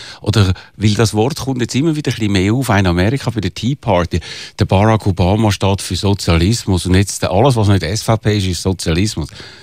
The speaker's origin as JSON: {"language": "German", "region": "Zurich", "country": "Switzerland", "said": "Im Kreis 4, ich komme aus dem Kreis 4"}